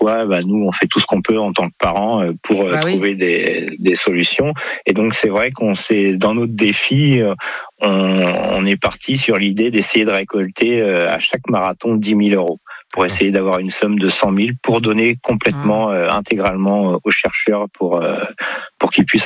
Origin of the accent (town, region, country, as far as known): Normandy, France